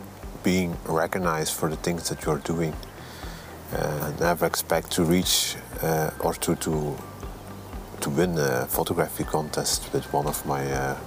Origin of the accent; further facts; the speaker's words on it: Belgium; also born or lived in Rwanda; Growing up in Belgium was very difficult. Yeah, you always had the idea that you didn't belong here because of my color skin, and it was very hard to adapt.